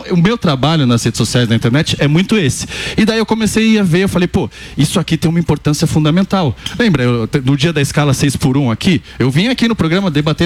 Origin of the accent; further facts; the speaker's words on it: São Paulo, Brazil; born there; Deixa eu te dizer, eu nasci em Itaquera e, pô.